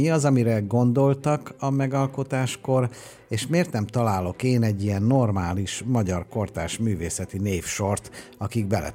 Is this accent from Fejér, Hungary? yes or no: yes; Dunaújváros, Fejér, Hungary; ha elárulom neki, hogy én dunaújvárosi vagyok tulajdonképpen